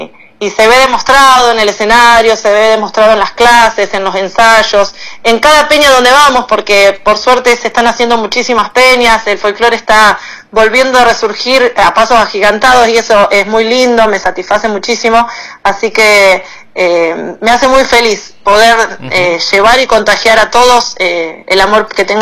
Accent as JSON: {"language": "Spanish", "area": "Santa Fe province", "region": "Santa Fe", "country": "Argentina", "tie": "born or raised there", "moved": "yes", "lives_now": "Ferré, Argentina", "said": "yo soy oriunda de La Bordeboy, provincia de Santa Fe"}